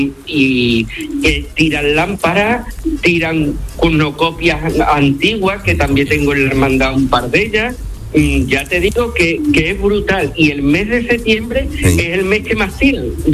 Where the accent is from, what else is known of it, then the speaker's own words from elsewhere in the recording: Seville, Andalusia, Spain; Yo soy un fan, soy un cofrade sevillano y te voy a contar el caso que me sucedió.